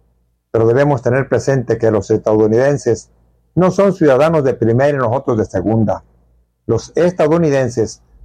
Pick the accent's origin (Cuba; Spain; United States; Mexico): Mexico; born there; soy mexicano y también norteamericano. No, no tengo doble nacionalidad. Soy norteamericano porque nací en este grandioso país que es México